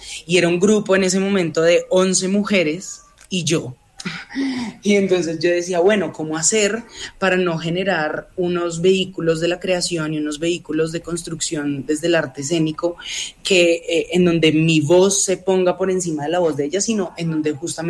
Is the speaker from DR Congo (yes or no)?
no; Colombia; la comedia que nos caracteriza también como sociedad colombiana y latinoamericana.